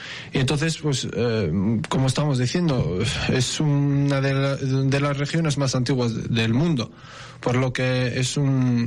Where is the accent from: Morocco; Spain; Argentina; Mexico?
Morocco; Al Hoceima, Tanger-Tetouan-Al Hoceima; Sí, yo soy de origen rifeño, yo soy de Alhucemas, nacido en Alhucemas.